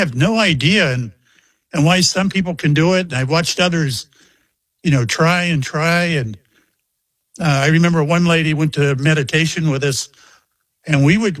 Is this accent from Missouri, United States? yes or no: no; Mayport, Florida, United States; out of my hometown of Mayport, where I live. I live 20 miles from the base.